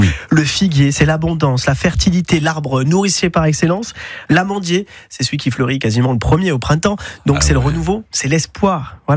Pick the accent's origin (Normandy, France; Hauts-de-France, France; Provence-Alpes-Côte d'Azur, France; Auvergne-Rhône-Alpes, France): Provence-Alpes-Côte d'Azur, France; moi, en tant que provençal, j'ai toujours entendu cette tradition.